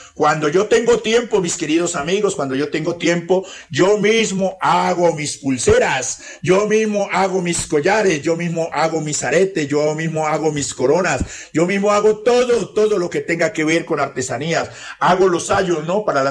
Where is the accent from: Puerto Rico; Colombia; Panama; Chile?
Colombia; Putumayo; Yo soy de un pueblo bastante, bastante lejano, mis queridos amigos, como es mi tierra Putumayo, mis queridos amigos, mi tierrita Putumayo.